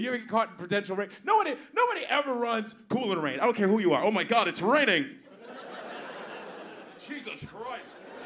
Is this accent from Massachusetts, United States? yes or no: no; New York, United States; And you know, that's why I love being a New Yorker. I think New York, you know, New Yorkers are the best. They're the best people on the planet.